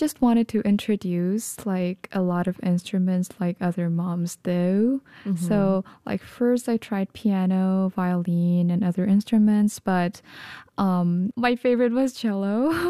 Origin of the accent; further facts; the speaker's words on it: South Korea; moved away as an adult; I grew up in Korea for like 20 years